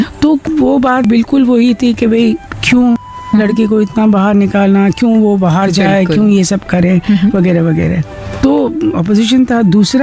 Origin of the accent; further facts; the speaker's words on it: Gujarat, India; गुजरात से हूँ